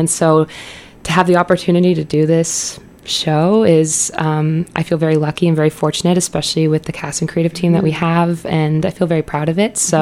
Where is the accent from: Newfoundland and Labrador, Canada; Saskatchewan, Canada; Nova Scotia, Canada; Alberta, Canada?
Alberta, Canada; Calgary; moved away as an adult; now in Ontario, Canada; I'm from Calgary, Alberta. So I moved here for school in 2023.